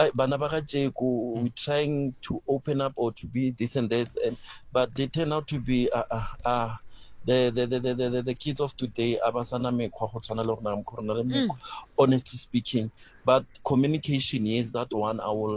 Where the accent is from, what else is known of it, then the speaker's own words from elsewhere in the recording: Mamelodi, Gauteng, South Africa; from Mamelodi.